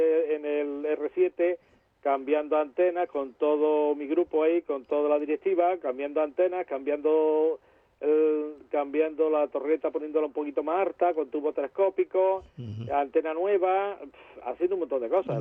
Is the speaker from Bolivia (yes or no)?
no; Córdoba, Andalusia, Spain; moved away as an adult; now in Seville, Spain; tú sabes que yo soy de Córdoba.